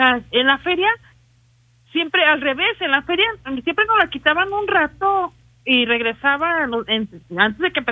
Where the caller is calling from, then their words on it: Mexico; Del barrio de San Marcos. De hecho, nosotros vivimos a espaldas del templo de San Marcos.